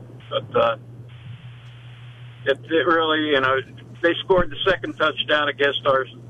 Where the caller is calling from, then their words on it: United States; We're calling from the Nanook, the north area, at the Linesville High School, Sharon, 46, Conning at 14.